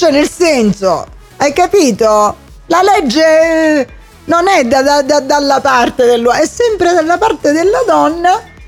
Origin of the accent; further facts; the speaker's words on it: Catania, Sicily, Italy; Dalle nostre parti a Catania, in Sicilia